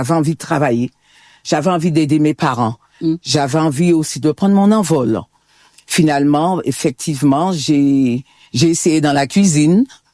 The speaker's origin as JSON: {"language": "French", "town": "Le Diamant", "country": "Martinique", "tie": "born or raised there", "said": "je suis issue du Diamant et j'aime à dire, je fais partie de cette belle commune du Diamant, dans le rocher du Diamant."}